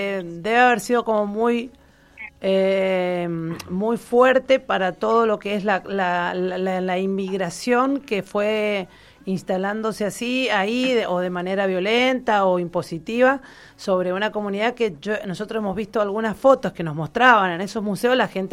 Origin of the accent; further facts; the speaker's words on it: Mendoza, Argentina; born there; also born or lived in Neuquén; yo también soy media inmigrante, pues yo soy neuquina y también me vine desde muy chiquitita acá a Mendoza. Así que yo me siento patagónica y estuvimos hace poco tiempo, un par de años también en Ushuaia